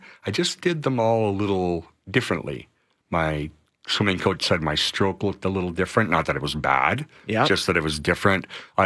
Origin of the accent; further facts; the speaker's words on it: Spruce Grove, Alberta, Canada; also born or lived in Calgary; Well, I was born in Calgary and then brought up to Spruce Grove